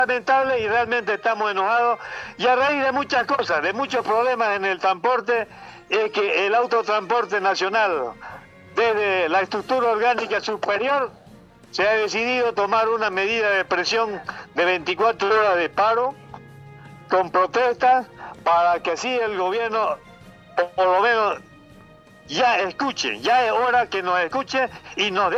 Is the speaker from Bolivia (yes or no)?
yes; Bolivia; Somos hijos bolivianos también que merecemos la atención.